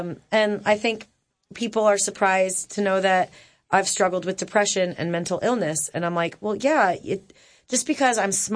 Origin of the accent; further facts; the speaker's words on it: Rhode Island, United States; I grew up in Rhode Island, and my friend Deneed would come over